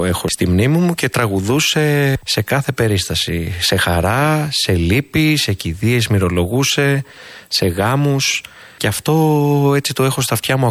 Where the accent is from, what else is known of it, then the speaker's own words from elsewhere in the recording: Athens, Attica, Greece; also born or lived in Megala Kalyvia, Trikala; Η καταγωγή μου είναι από τα Μεγάλα Καλύβια, μεγάλωσα στην Αθήνα βέβαια, εδώ στην Αγία Παρασκευή, αλλά έχω πάρα πολλά βιώματα γιατί το καλοκαίρι πήγαινα 2 μήνες στο χωριό μαζί με τους παππούδες μου, τις γιαγιάδες μου